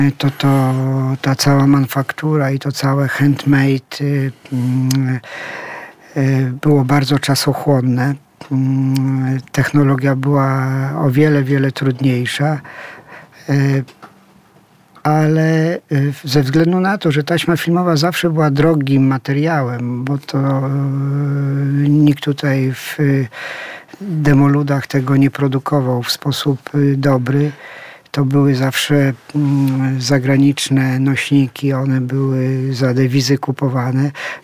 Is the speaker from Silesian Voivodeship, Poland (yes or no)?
yes; Silesian Voivodeship, Poland; No ja pochodzę ze Śląska. Gdzieś Śląsk mnie wychował, ukształtował, dał tożsamość, poczucie tożsamości.